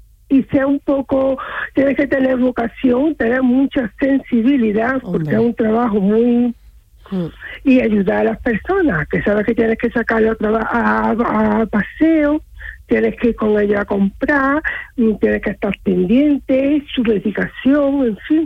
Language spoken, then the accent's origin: Spanish; Córdoba, Andalusia, Spain; Es pues mira, yo soy de Córdoba capital.